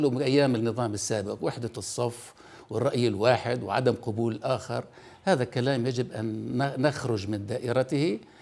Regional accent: Syria; من الجلوس على طاولة واحدة نحن كسوريين لبناء مفهوم جديد

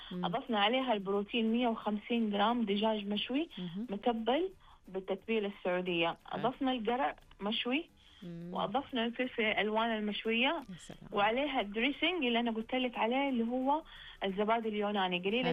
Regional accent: Saudi Arabia; احنا كشعب سعودي

